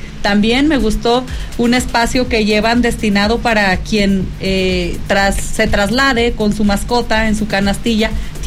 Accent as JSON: {"language": "Spanish", "town": "Fresnillo", "region": "Zacatecas", "country": "Mexico", "said": "soy de Fresnillo"}